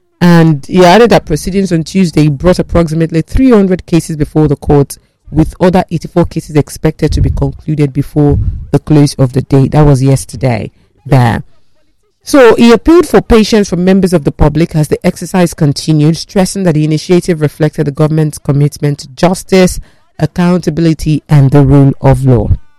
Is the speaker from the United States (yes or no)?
no; Nigeria; I'm Nigerian.